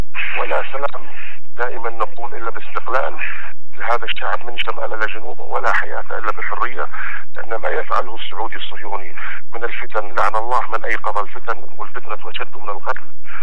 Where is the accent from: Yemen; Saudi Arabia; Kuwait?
Yemen; أنا في اليمن